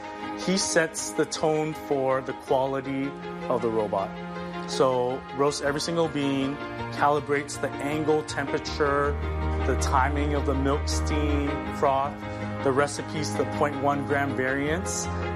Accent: San Francisco, California, United States; I am born and raised in San Francisco.

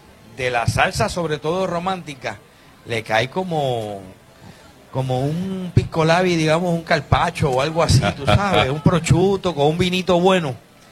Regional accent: Puerto Rico; Y yo vivo en Puerto Rico. Yo nunca me he ido de Puerto Rico.

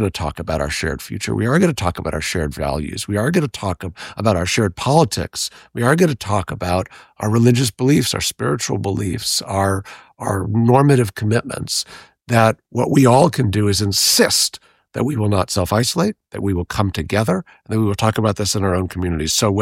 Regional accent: New York, United States; born or raised there

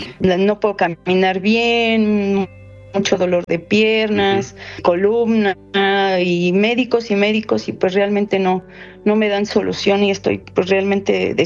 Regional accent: Mexico; Yo soy mexicana.

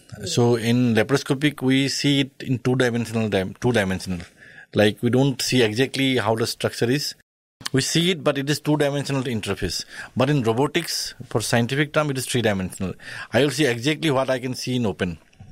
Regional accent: Assam, India; English is a second language; Because I was born and I'm basically from Assam. So at that time, there's no surgery in Northeast heart surgery.

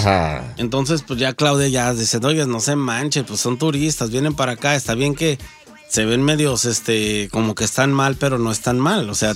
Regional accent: Jalisco, Mexico; Y piensan que soy de allá del Cerro Bajado, y sí soy del Cerro Bajado a mucha honra

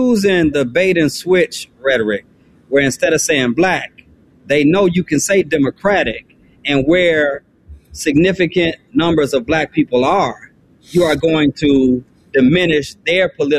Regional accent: Benton Harbor, Michigan, United States; And the people in the greater Chicago area are actually closer to my hometown, which has been Harbor, Michigan.

